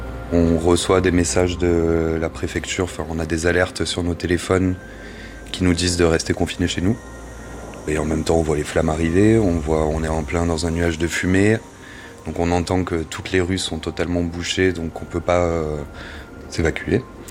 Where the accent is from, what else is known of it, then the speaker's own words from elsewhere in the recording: Marseille, Provence-Alpes-Côte d'Azur, France; je suis originaire de l'Estac. Ma maison n'a pas brûlé, j'ai gran